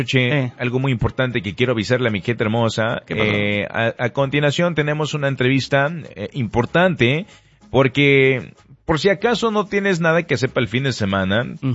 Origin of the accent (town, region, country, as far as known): Mexico